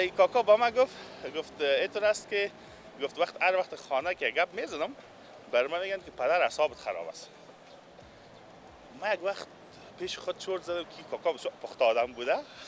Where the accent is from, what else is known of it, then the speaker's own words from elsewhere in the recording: Baghlan, Afghanistan; ما از بغلان هستیم